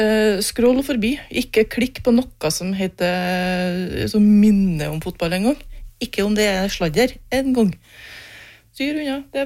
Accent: Meråker, Trøndelag, Norway; oppe i Meråker, der jeg kommer ifra

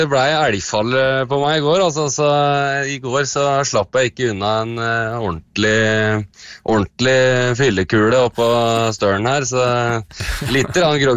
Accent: Mysen, Østfold, Norway; Ja, det tror jeg var hjemme I Mysen.

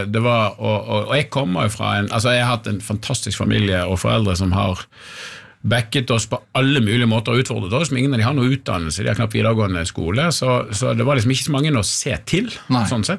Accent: Askøy, Vestland, Norway; moved away as an adult; also born or lived in Trondheim; Da jeg flyttet fra Bergen, eller fra Askøy, da jeg var sånn 18-19, dro til Trondheim og begynte å studere

